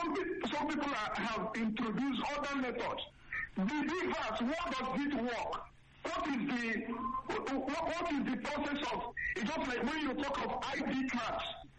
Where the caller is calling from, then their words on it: Plateau, Nigeria; from Great Plateau State.